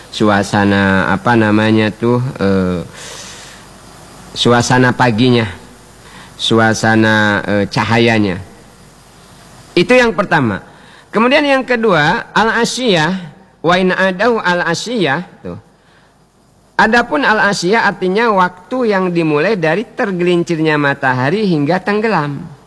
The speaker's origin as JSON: {"language": "Indonesian", "region": "Bangka Belitung Islands", "country": "Indonesia", "said": "kata kita orang Bangka"}